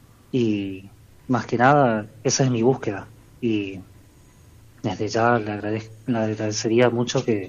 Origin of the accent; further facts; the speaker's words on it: Quitilipi, Chaco, Argentina; Soy de Quitilipi y yo estoy en este momento yendo a veces hasta dedo, hasta Resistencia por el tema del estudio.